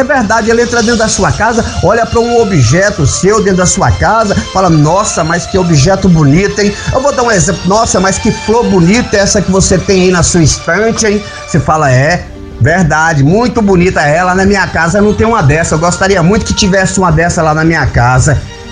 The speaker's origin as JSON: {"language": "Portuguese", "region": "Northeast Region", "country": "Brazil", "said": "na minha terra, na minha região, no Nordeste"}